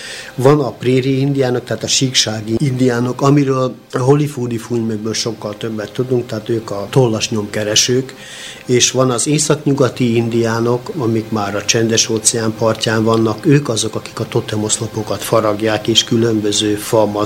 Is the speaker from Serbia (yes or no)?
yes; Vojvodina, Serbia; born there; vajdasági születésű vagyok, tehát egy úgymond határon kívüli, tehát délvidékről, ahol meg tudtam tapasztalni azt, hogy idegenként, illetve megtűrként élünk a saját földünkön.